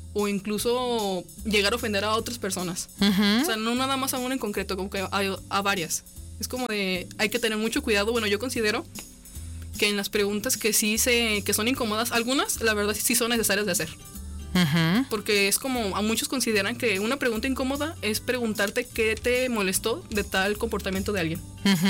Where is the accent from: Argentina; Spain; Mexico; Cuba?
Mexico; Pabellón, Aguascalientes